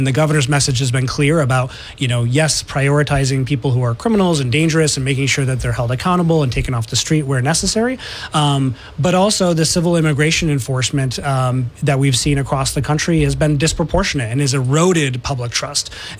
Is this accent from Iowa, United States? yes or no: no; Syracuse, New York, United States; I'm from Syracuse, like we talked about a few minutes ago.